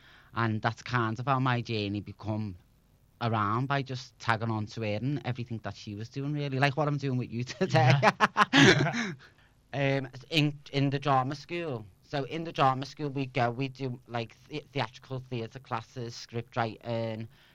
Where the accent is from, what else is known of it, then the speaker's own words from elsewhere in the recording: Liverpool, North West England, United Kingdom; accent: Scouse; growing up on the Aldonian village.